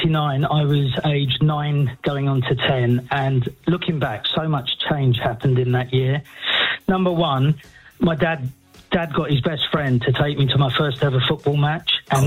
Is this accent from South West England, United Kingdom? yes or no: no; London, United Kingdom; now in Kent, United Kingdom; I moved to Kent, but I'm originally from South West London. So I'm a Womble.